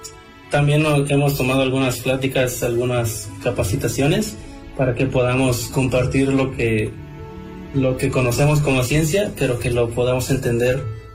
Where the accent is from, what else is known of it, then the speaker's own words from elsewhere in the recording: Acatlán de Osorio, Puebla, Mexico; soy biólogo, soy de aquí de Acatlán de Osorio